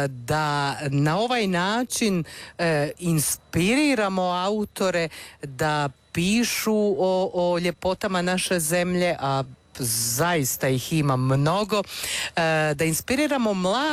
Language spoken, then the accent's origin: Croatian; Slavonia, Croatia; našu Slavoniju, Šokadiju, našu rodnu grudu